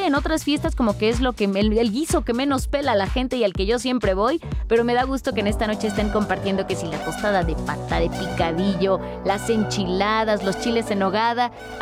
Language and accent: Spanish; Mexico; dar lo mejor de nosotros cada día siendo mexicanos.